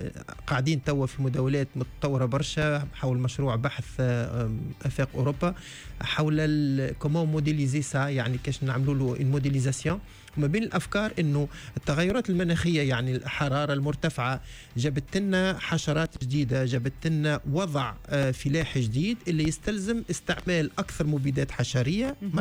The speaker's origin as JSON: {"language": "Arabic", "country": "Tunisia", "said": "بصفتي تونسي وبصفتي يعني نخدم في تونس"}